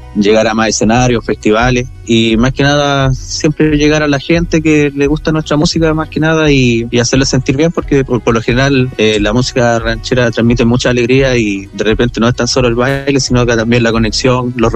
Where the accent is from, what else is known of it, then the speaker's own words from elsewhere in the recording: Pueblo de Quepe, Araucanía, Chile; Bueno, nosotros somos de Pueblo de Quepe, a 10 minutos en vehículo de la ciudad de Temuco al sur, en la comuna de Freire.